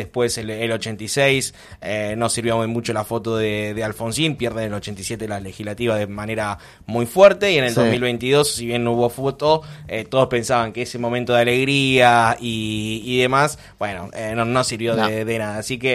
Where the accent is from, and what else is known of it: Argentina